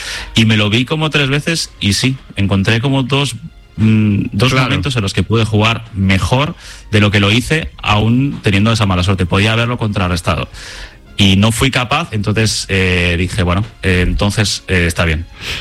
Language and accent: Spanish; Barcelona, Catalonia, Spain; Me fui a Madrid unos meses, yo soy de Barcelona